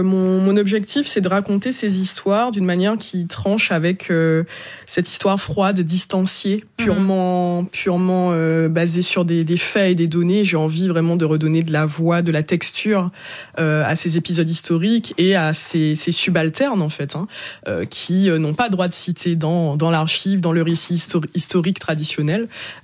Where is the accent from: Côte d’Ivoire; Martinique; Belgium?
Martinique; moved away as an adult; Non, moi je suis née en Martinique, j'ai grandi en Martinique